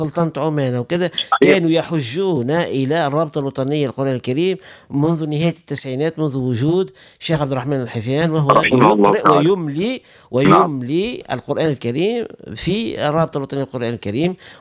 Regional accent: Tunisia

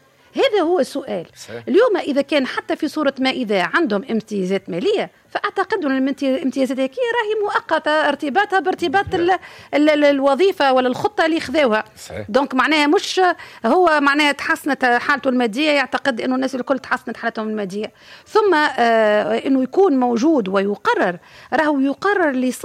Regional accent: Tunisia; أنا مواطن تونسي دافع لأداءاتي

